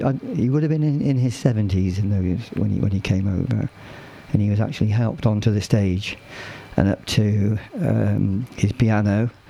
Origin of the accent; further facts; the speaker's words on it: Chippenham, South West England, United Kingdom; Music Festival in Chippenham, and which is my hometown